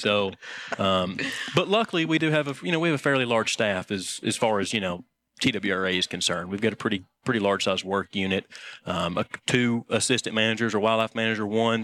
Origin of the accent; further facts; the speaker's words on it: Maryville, Tennessee, United States; Well, again … I grew up in Blount County, Maryville.